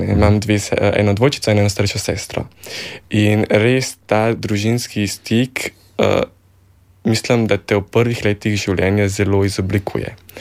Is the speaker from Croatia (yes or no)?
no; Kranj, Upper Carniola, Slovenia; ker sem iz Kranja, sem še vsem tišel v Ljubljano